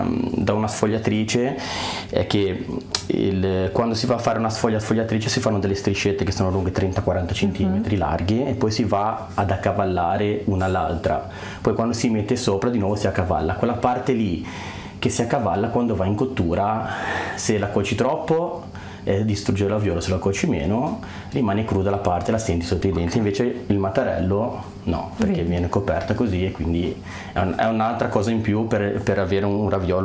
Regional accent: Liguria, Italy; Il vantaggio è che i nostri vecchi facevano, da buon liguri, facevano due piatti in uno.

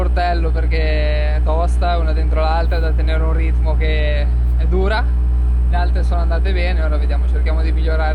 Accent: Genoa, Liguria, Italy; siamo genovesi

